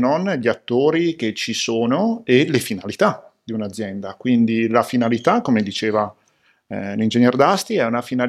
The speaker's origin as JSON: {"language": "Italian", "town": "Castelverde", "region": "Lombardy", "country": "Italy", "tie": "born or raised there", "said": "io arrivo da Castelverde, le mie origini sono di Castelverde"}